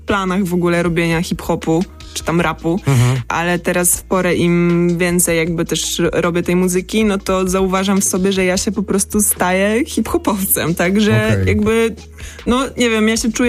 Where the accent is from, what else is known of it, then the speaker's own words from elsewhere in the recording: Wrocław, Lower Silesian Voivodeship, Poland; Też jakby wychowałam się na tym Trójkącie Bermudzkim we Wrocławiu.